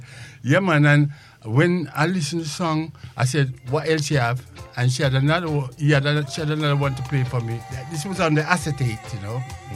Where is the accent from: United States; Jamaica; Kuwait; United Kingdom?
Jamaica; Growing up in Jamaica, which I have a book said, growing up in Jamaica with reggae music